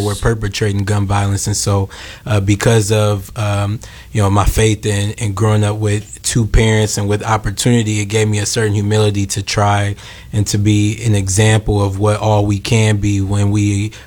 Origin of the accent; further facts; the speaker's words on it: South Bend, Indiana, United States; So I'm from South Bend, Indiana, originally, born and raised.